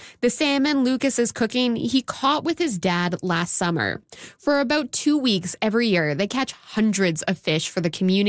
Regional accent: Alberta, Canada; I grew up in Alberta, but I'm Métis with Manitoba ties, and I didn't have deep-rooted family recipes handed down to me.

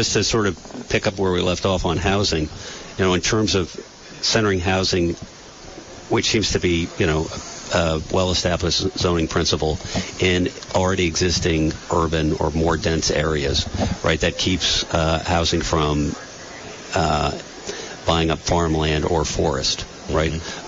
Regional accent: Putney, Vermont, United States; So I grew up in Putney. I went to Brattleboro High School.

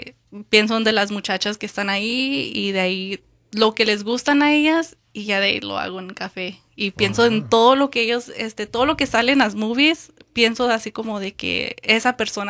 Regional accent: Mexico; now in Phoenix, United States; obviamente soy mexicana.

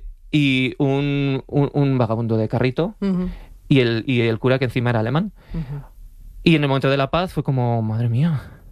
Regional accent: Alcalá de Henares, Community of Madrid, Spain; Yo soy de Alcalá de Henares, nací en Alcalá de Henares, ¿no?

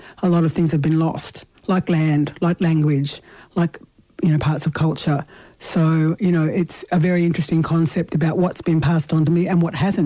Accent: Queensland, Australia; So I grew up in North Queensland, but that's basically my heritage.

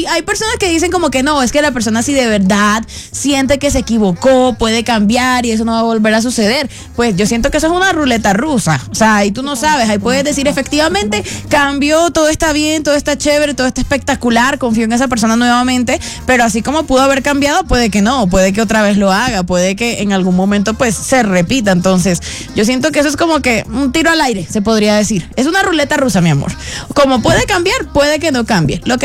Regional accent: Caribbean coast, Colombia; en la costa siempre decimos

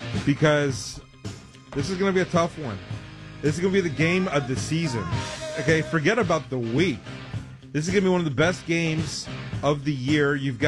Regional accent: Los Angeles, California, United States; I'll be like, you know, I'm from Los Angeles. Okay, I'm not a bandwagoner.

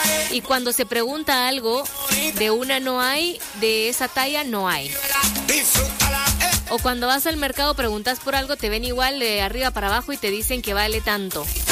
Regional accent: Guatemala; si somos chapines, hombre, no ve que se nos sale aquí el barrio

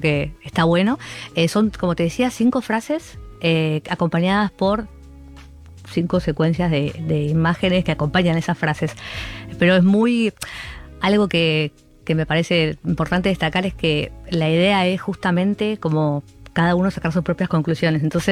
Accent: Buenos Aires, Argentina; born there; moved away as an adult; also born or lived in London; Yo nací en Buenos Aires.

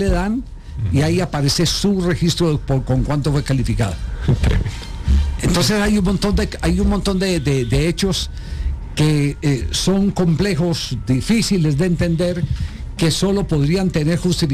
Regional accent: Caldas, Colombia; es frente al equipo de mi tierra

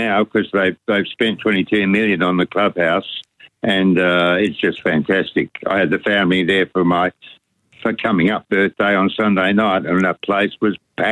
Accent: Perth, Western Australia, Australia; I'm from Perth, of course, and the place is all purple right now.

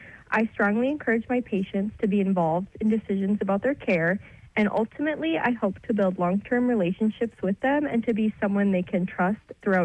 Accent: Hibbing, Minnesota, United States; I'm originally from Hibbing.

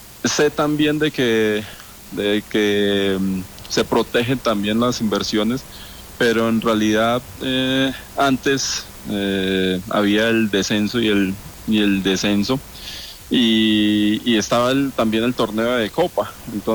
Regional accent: Colombia; now in Mexico

